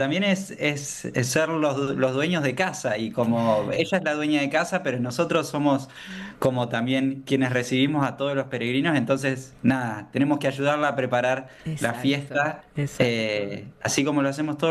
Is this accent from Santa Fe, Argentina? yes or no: no; Carmen de Areco, Buenos Aires Province, Argentina; moved away; No, yo soy de Carmen de Areco, por cuestiones laborales no estoy viviendo en Carmen, pero sí soy de como decías, de la diócesis de Mercedes Luján